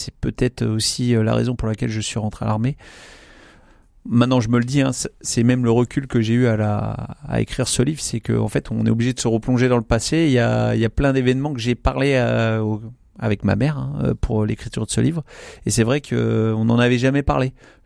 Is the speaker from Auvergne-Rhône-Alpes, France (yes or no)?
no; Le Mans, Pays de la Loire, France; Oui, je suis autour du Mans. Par contre, ma mère n'a jamais déménagé des Sablons, donc je suis régulièrement encore au quartier des Sablons.